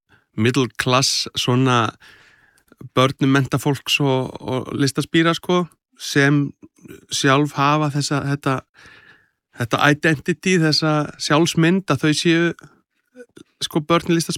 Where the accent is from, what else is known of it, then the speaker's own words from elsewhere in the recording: North Iceland, Iceland; Ég finn það, ég er að norðan, en ég er bara Íslendingur.